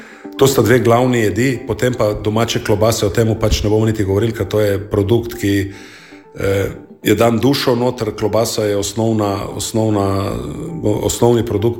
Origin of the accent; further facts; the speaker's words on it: Kanal ob Soči, Gorizia, Slovenia; Doma smo pa iz Seniškega brega, iz občine Seniški breg 5, kanal ob Soči, to je vzhodni vstopni del Banjške planote.